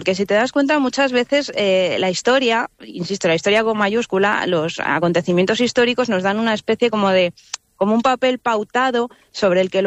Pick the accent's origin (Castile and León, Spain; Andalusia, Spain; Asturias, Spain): Castile and León, Spain; Salamanca; yo soy de Salamanca y estudié primero filosofía y luego teoría de la literatura y literatura comparada.